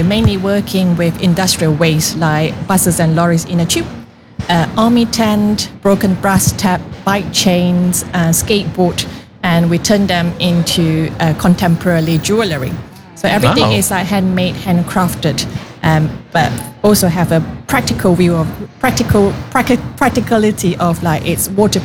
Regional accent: Malaysia; moved away; I'm originally from Malaysia, but I work with artisans from around the world.

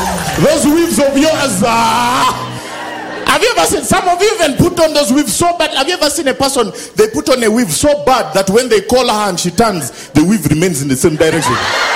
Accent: Uganda; I come from Uganda.

